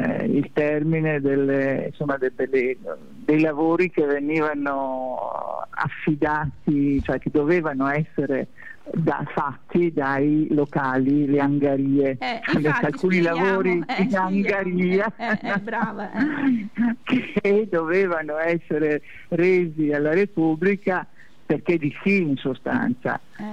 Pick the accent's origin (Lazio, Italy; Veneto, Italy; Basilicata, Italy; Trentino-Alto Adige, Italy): Veneto, Italy; Belluno; now in Asiago, Italy; come veneta, come persona che in realtà sono bellunese, quindi per me sono stata trapiantata ad Asiago